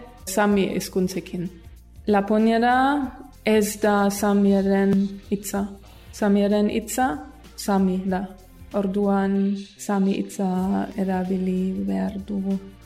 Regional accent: Germany; Basque is a second language; moved away as an adult; now in Tromsø, Norway; Alemaniakoa naiz, eta Tromsø izeneko irian, Ipar Norvegian, doktoratzea egiten ari naiz

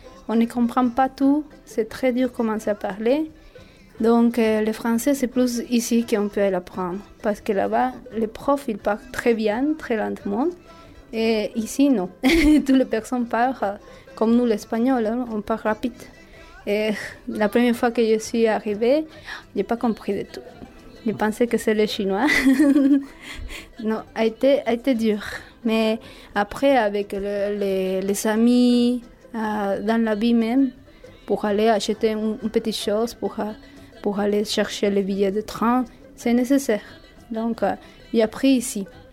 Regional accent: Bolivia; first language Spanish; French is a second language; moved away as an adult; now in France

